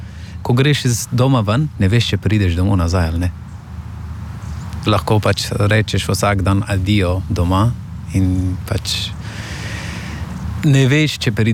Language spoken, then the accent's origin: Slovenian; Afghanistan; Slovenian is a second language; also born or lived in Iran / Turkey / Greece; now in Slovenia; prihajam iz Afganistana in sem 23 let star.